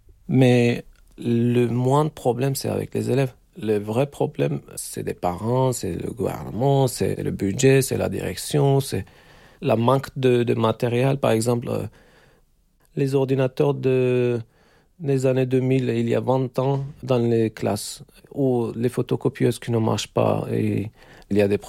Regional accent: Turkey; French is a second language; moved away as an adult; now in France; j'ai 42 ans, je viens de Turquie. Je suis professeur en France depuis l'année dernière, 2025 décembre.

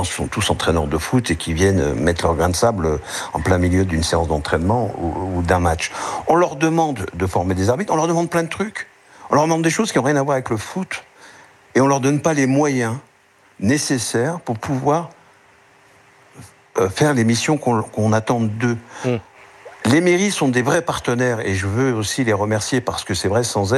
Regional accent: Île-de-France, France; chez nous, en Île-de-France

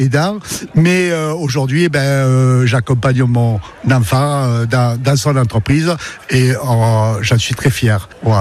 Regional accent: La Ciotat, Provence-Alpes-Côte d'Azur, France; Je suis né à La Ciotat, de famille ciotadienne, surtout du côté de ma grand-mère maternelle, depuis plusieurs générations, apparemment depuis 1870 environ, ce qui est quand même notable, donc je me considère comme un pur produit ciotadien. Ensuite, bon, bien sûr, j'ai grandi ici.

